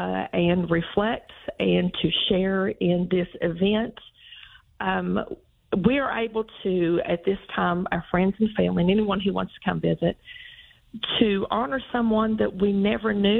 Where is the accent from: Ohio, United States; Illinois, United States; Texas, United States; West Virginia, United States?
West Virginia, United States; Man; I'd say, "I'm from the great metropolis of Man, West Virginia, the town with three letters and two syllables." There's nothing like the people here.